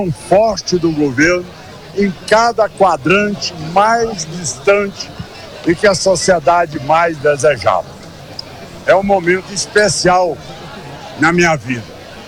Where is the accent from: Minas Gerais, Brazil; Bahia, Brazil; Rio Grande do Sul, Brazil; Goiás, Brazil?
Goiás, Brazil; Nós hoje batemos no peito em qualquer lugar do Brasil e falam, nós somos goianos.